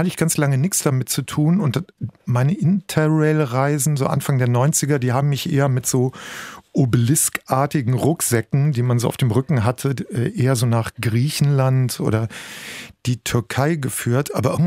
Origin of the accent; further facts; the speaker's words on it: Bergisch Gladbach, North Rhine-Westphalia, Germany; Ich komme aus Bergisch Gladbach. Meine Eltern hatten nicht so wahnsinnig viel Geld, SPD-Mitglieder.